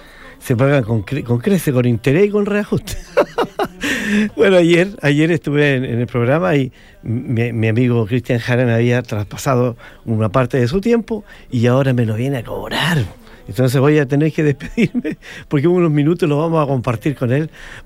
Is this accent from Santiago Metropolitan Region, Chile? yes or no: no; Chillán Viejo, Ñuble, Chile; born there; Chillán Viejo en mi cuna, Chillán Viejo es lo más lindo del mundo. Yo nací en Chillán Viejo